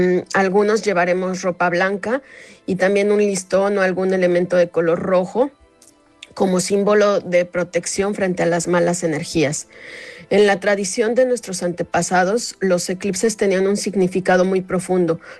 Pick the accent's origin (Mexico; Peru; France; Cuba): Mexico; now in Barcelona, Spain; soy mexicana, y aunque llevo ya 26 años viviendo en Barcelona